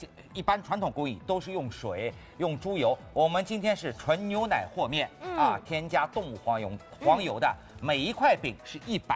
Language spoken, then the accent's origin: Chinese; Shanghai, China; 我们上海人